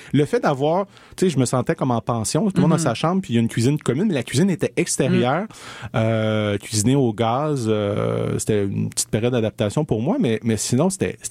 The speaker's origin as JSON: {"language": "French", "country": "Portugal", "said": "Puis je pense que je suis portugais, puis je sais pas, tu sais."}